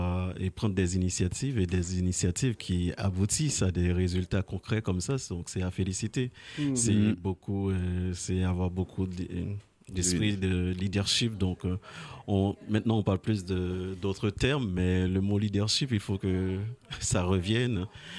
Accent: Haiti; moved away as an adult; now in France; moi, j'ai passé toute mon adolescence, toute ma vie en Haïti. Je suis arrivé en France qu'en 2017. Donc, c'est à ce moment-là que je me suis installé en France. Donc, avant tout, je suis haïtien. Je suis haïtien.

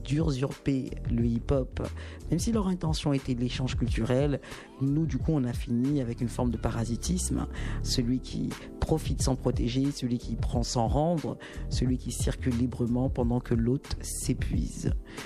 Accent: France; chez nous en France

